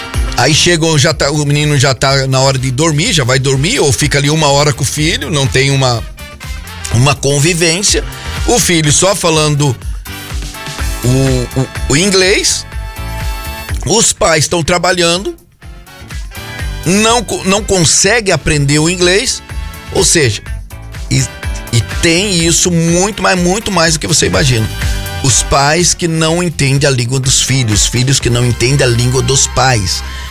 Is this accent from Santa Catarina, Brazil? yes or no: yes; Balneário Camboriú, Santa Catarina, Brazil; moved away; Eu sou de Balneário Camboriú, Florianópolis. E essa região aqui, na temporada de verão, é milhões de argentino, uruguaios, chileno que aparece por lá.